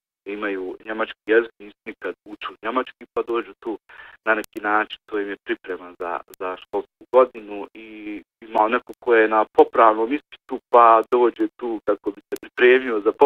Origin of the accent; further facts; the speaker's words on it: Zenica, Federation of Bosnia and Herzegovina, Bosnia & Herzegovina; born there; iako sam rođen ovdje u Zenici, cijeli život sam...